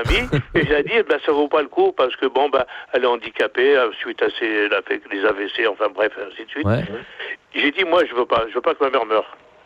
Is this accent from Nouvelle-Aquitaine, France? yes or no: no; Angers, Pays de la Loire, France; elle est de mon village natal. Elle est assez rigolo, hein, Angers, à plusieurs milliers de kilomètres quand même.